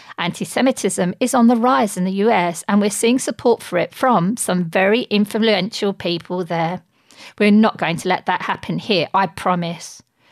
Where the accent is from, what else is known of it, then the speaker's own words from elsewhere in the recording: Pakistan; I come from Pakistan, where tax avoidance is a national sport in which everyone is winning gold.